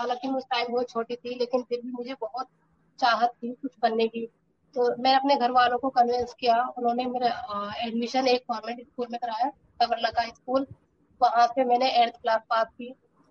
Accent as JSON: {"language": "Hindi", "town": "Rampur", "region": "Uttar Pradesh", "country": "India", "said": "और मैं रामपुर शहर के छोटे से मोहल्ले कलकत्ता की रहने वाली हूँ।"}